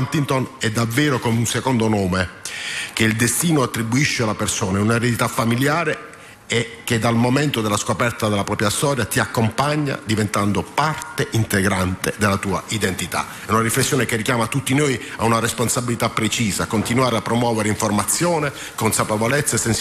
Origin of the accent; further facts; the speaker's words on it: Bari, Apulia, Italy; siamo di Bari